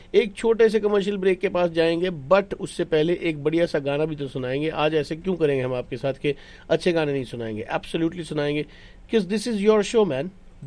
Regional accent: Punjab, India; मैं जिंदगी में कभी डांडिया नहीं गया, I have never had the experience of dandiya, क्योंकि हम पंजाब से हैं

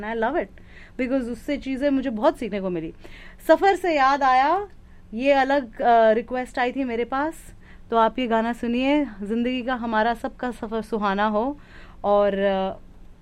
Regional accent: Delhi, India; Because भाई हम दिल्ली वाले हैं, दिल्ली वाले ऐसी बात करते हैं.

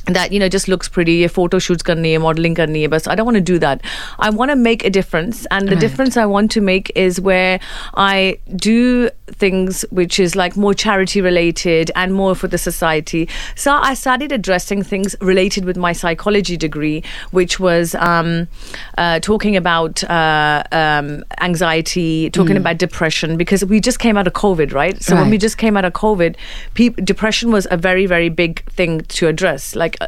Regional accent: London, United Kingdom; moved away as an adult; now in Dubai, United Arab Emirates; I come from a psychology degree. So I'm born and raised in London, mm-hmm. and I have a psychology degree background. I've been living here for, say, over 10 years now.

